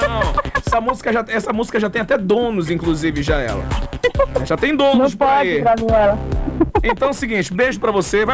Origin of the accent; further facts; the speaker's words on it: Santana, Brazil; todo mundo aí de Santana, minha terra maravilhosa.